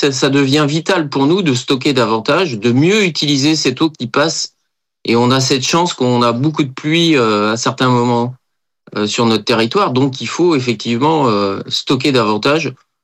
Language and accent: French; Nantes, Pays de la Loire, France; Et effectivement, moi le premier, je suis nantais, maraîcher nantais.